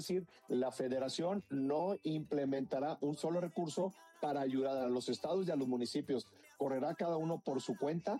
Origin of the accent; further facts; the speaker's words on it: Mexico